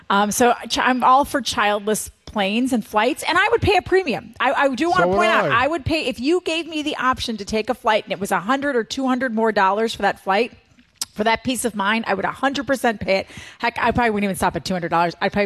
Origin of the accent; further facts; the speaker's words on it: Wisconsin, United States; moved away; I'm from Wisconsin.